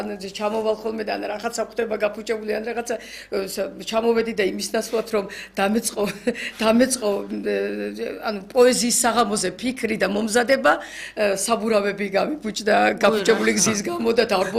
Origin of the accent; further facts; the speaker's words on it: Natanebi, Guria, Georgia; moved away; ნატანებში ჩვენ სოფელში, სადაც დავიბადეთ და გავიზარდეთ მე და პაატა